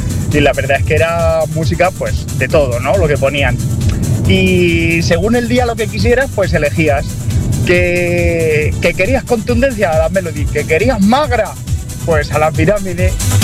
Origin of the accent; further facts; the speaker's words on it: Casas Ibáñez, Castilla-La Mancha, Spain; Yo soy de Casas Ibáñez, así es que poco más que hablar.